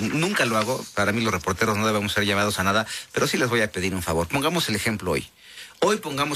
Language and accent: Spanish; Mexico